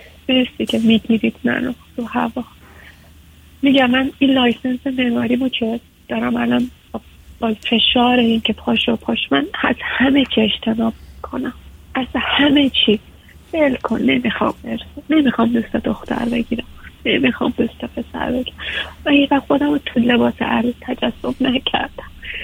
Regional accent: Iran; now in Canada; خب وقتی که از ایران اومدم.

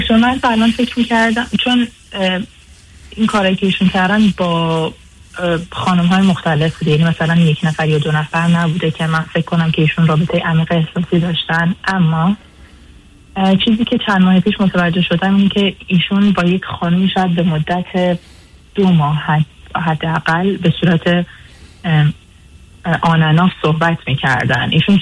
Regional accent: Afghanistan; now in Australia; ما اهل افغانستان هستیم.

